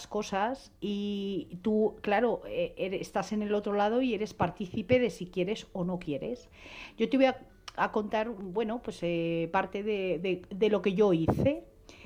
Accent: Sicily, Italy; Luego regresé a parte de mi tierra, que es Sicilia.

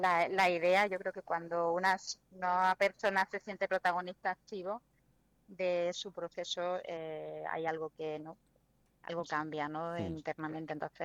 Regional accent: Granada, Andalusia, Spain; No, yo no soy de Sant Esteban, soy de Granada.

